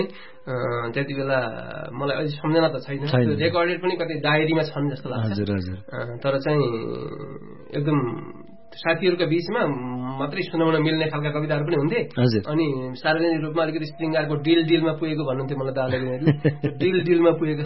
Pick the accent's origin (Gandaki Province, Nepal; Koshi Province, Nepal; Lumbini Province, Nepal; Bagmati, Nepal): Lumbini Province, Nepal; गुल्मी जिल्लामा मगर भाषा बोलिन्छ भने त्यहाँ मात्रै बोलिन्छ गुल्मी जिल्लाभरिमा मगर भाषा बोल्ने वक्ताहरू मेरो गाउँमा छन् एकसिङ भन्ने ठाउँ हो